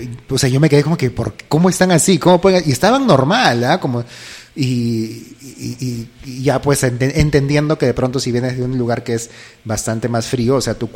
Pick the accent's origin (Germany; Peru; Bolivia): Peru; Lima; moved away; bueno, yo soy de Lima, he vivido toda mi vida en Lima